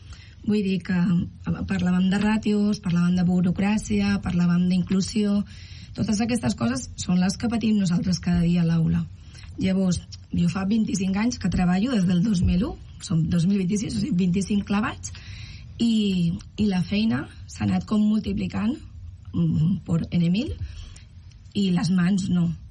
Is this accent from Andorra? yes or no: no; Valencian Community, Spain; moved away as an adult; now in Arenys, Spain; jo vinc de València. Soc valenciana. Fa 25 anys que treballo aquí i tinc companys allà.